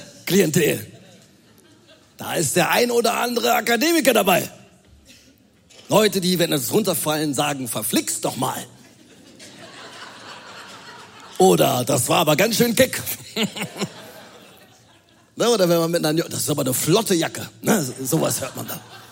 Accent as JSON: {"language": "German", "town": "Cologne", "region": "North Rhine-Westphalia", "country": "Germany", "tie": "born or raised there", "said": "Und ich bin ja Rheinländer, das sieht man ja auch. Ne? Ich bin in Köln geboren."}